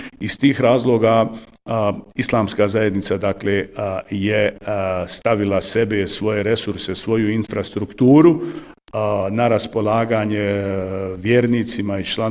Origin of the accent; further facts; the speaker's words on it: Višegrad, Republika Srpska, Bosnia & Herzegovina; kojeg se ja sjećam kao dječak u mom zavičaju, ja sam neko ko se rodio, dakle, u okolini Višegrada, kako je to bilo u mojoj porodici, kako je to bilo u mom selu, kako je to bilo u mom kraju